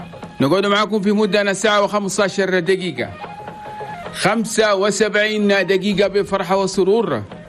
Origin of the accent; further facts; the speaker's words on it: Chad; مبروك العيد لكل التشاديين شمال جنوب غرب وشرق ووسط، الله يجيب العافية والسلام والاستقرار والمحبة في بلدنا تشاد بلد توماي.